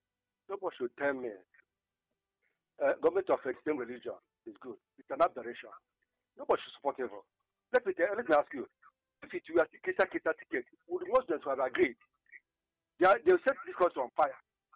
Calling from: Obuka, Anambra, Nigeria; I'm calling from Obuka in Anambra State.

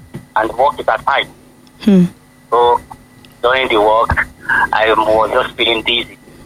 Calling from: Ibadan, Oyo, Nigeria; I'm calling me from Alakia.

